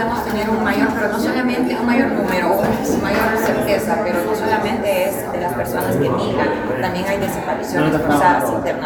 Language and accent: Spanish; Honduras; todos somos hondureños